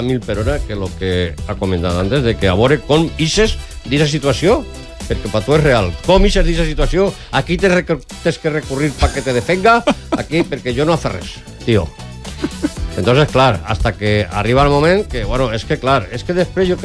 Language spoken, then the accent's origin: Catalan; Valencian Community, Spain; also born or lived in Jaén; Jo no soc nascut a en València, jo soc nascut en Jaén, perquè ho sapiau.